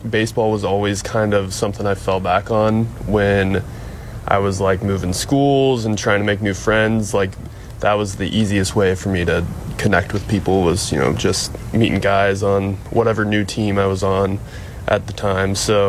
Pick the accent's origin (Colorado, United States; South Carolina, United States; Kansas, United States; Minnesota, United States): Kansas, United States; Fort Riley; born there; Yeah, so I was born in Fort Riley, Kans